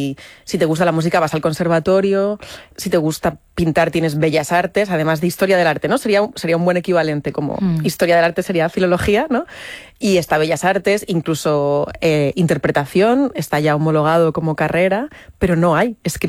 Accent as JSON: {"language": "Spanish", "town": "Madrid", "region": "Community of Madrid", "country": "Spain", "said": "Yo soy de Madrid, pero mis padres son de Extremadura. Bueno, mis abuelos maternos eran de Cuenca, los paternos de Extremadura."}